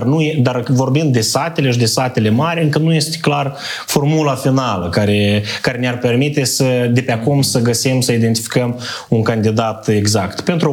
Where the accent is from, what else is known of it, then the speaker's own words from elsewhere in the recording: Bălți, Moldova; moved away; M-am născut la Bălți